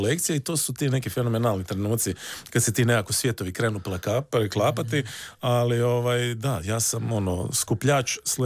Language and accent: Croatian; Sisak, Sisak-Moslavina County, Croatia; ja sam odrastao na Zibelu, koji je onako vrlo prekrasan dio Siska, koji je u blizu kupalište Zibel, tamo je rijeka, klizalište, sve nam je to bilo blizu i odrastao sam u zgradama.